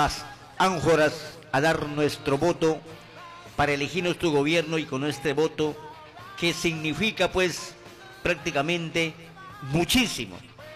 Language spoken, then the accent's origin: Spanish; Peru